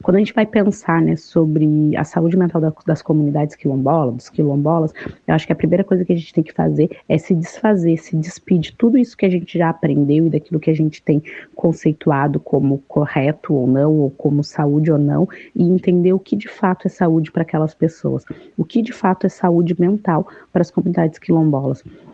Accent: Rio Grande do Sul, Brazil; eu cheguei com o compromisso das comunidades quilombolas do Rio Grande do Sul, da minha comunidade

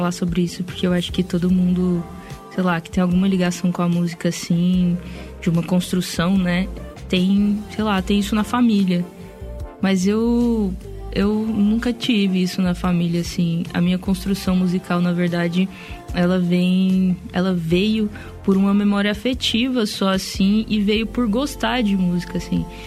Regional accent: Goiânia, Goiás, Brazil; Nascida e criada em Goiânia, fico muito feliz de estar numa rádio hoje falando na minha cidade.

